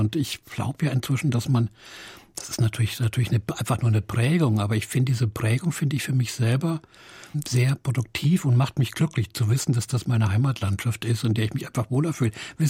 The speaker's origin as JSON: {"language": "German", "region": "Hesse", "country": "Germany", "moved": "yes", "lives_now": "Berlin, Germany", "said": "ich komme ja aus der Region"}